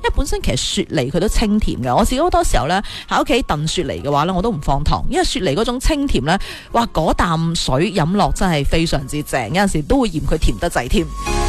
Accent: Guangdong, China; 我哋广东人

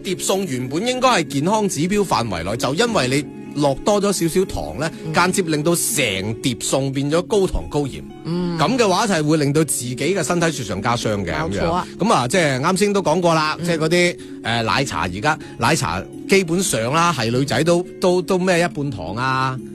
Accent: Guangdong, China; 我哋老廣

